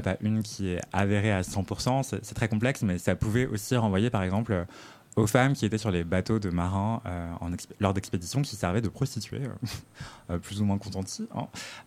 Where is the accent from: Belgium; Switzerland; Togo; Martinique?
Martinique; Je viens de la Martinique